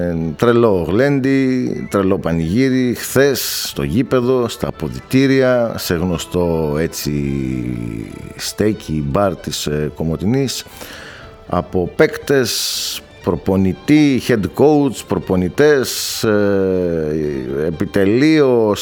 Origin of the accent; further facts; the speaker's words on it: Eastern Macedonia and Thrace, Greece; Είχαμε ως Θρακιώτες παλαιότερα επί πολλά χρόνια, 25 χρόνια, την Ξάνθη.